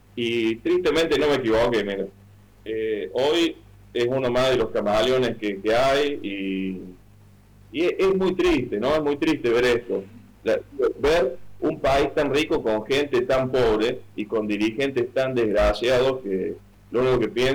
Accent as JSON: {"language": "Spanish", "region": "Córdoba", "country": "Argentina", "said": "me duele como cordobés"}